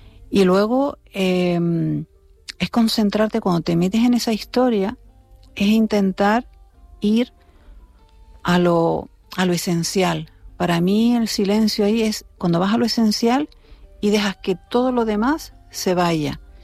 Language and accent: Spanish; Canary Islands, Spain